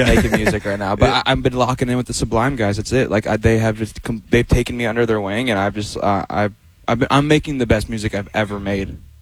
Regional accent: Bradenton Beach, Florida, United States; I grew up in Bradenton Beach area. So, yeah.

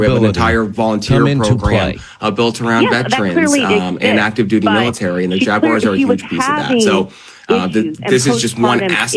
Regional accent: Denver, Colorado, United States; also born or lived in Salt Lake City, United States; I grew up in Denver, lived in Salt Lake for a long time

